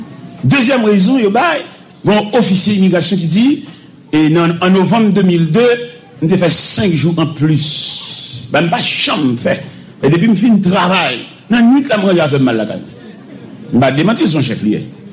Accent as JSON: {"language": "French", "town": "Montreal", "region": "Quebec", "country": "Canada", "said": "Je suis de Montréal, je vais rentrer à Haïti, et puis on est mal à Paris."}